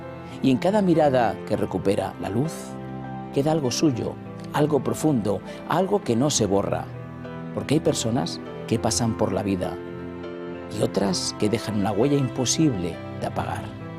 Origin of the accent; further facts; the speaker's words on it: Valencia, Valencian Community, Spain; yo también soy de Valencia